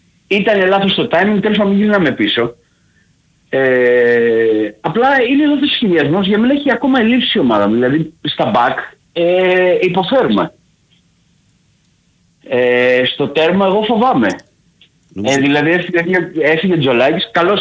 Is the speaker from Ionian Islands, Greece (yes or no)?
no; Athens, Attica, Greece; Εγώ έχω την ατυχία να είμαι Αθηναίος Γκάγκαρος, πάπου προς πάπου.